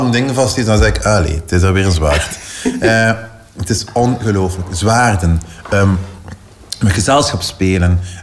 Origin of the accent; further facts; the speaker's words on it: Ghent, Flanders, Belgium; moved away as an adult; now in Antwerp, Belgium; ik kom van Gent. Hier, mijn familie woont daar.